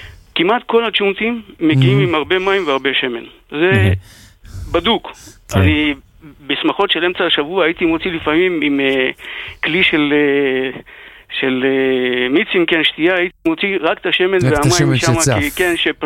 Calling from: Jerusalem, Jerusalem District, Israel; אני מירושלים.

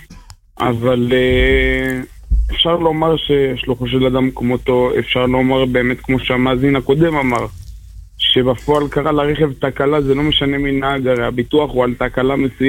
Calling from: Netivot, Southern District, Israel; אני מנתיבות, אבל בכל אני לומד בירושלים.

